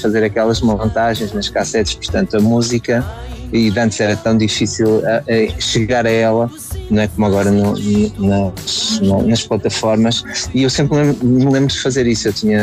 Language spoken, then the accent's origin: Portuguese; Póvoa de Varzim, Porto, Portugal; Nessa altura eu nasci no Porto, mas fui morar para a Póvoa de Varzim aos 12 e foi aí que comecei a tocar.